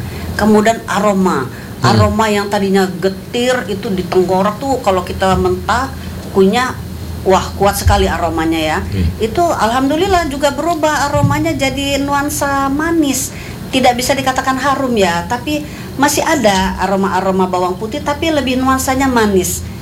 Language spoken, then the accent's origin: Indonesian; Lampung, Indonesia; ledes kalau kata kita orang Lampung